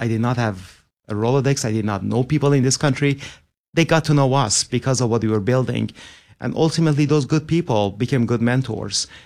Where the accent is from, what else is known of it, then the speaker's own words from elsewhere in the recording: Iran; as a kid growing up in Iran in the 1980s